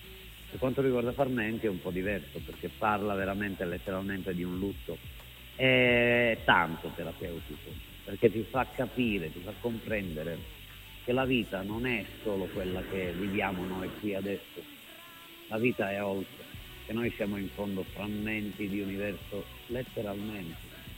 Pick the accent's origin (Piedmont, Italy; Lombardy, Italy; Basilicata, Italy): Basilicata, Italy; moved away; parliamo comunque di paesini in Basilicata dove ci abitano 2000 persone